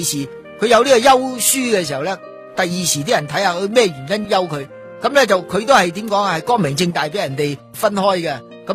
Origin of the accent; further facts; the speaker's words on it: China; 佢哋唔能够好似我中国人讲话，抛头露面出嚟做嘢。